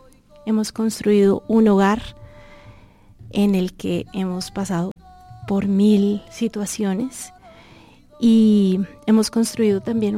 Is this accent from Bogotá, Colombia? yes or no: yes; Bogotá, Colombia; soy una mujer bogotana de 46 años